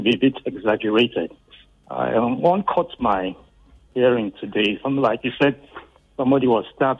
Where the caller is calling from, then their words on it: Lagos, Nigeria; I'm calling from Lagos, mainland.